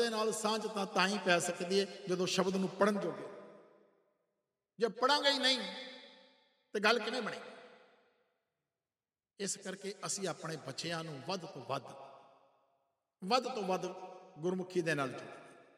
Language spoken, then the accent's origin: Punjabi; Punjab, India